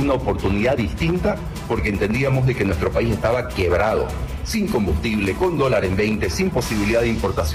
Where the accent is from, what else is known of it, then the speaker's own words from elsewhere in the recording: Bolivia; Nosotros como bolivianos